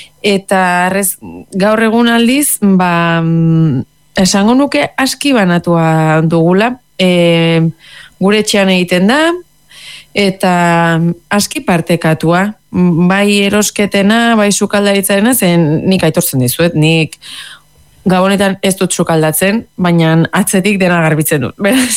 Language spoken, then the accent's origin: Basque; Nouvelle-Aquitaine, France